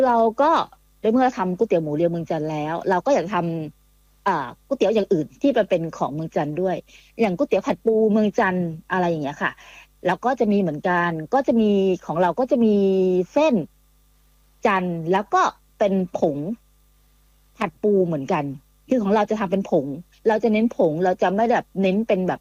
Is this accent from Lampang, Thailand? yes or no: no; Chanthaburi, Thailand; เราเป็นคนจันทบุรีอยู่แล้ว